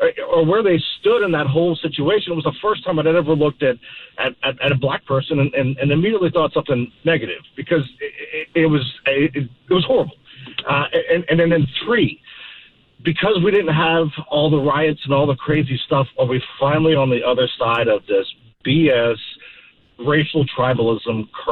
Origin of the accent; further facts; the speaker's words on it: Atlanta, Georgia, United States; I grew up in Atlanta where it seemed to me there was just as many black people as there were white people